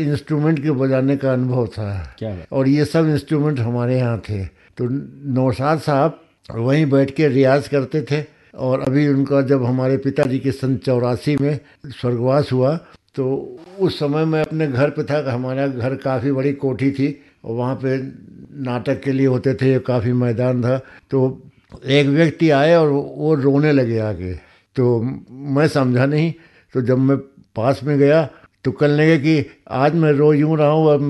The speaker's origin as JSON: {"language": "Hindi", "town": "Lucknow", "region": "Uttar Pradesh", "country": "India", "said": "मैं लखनऊ का रहने वाला हूँ"}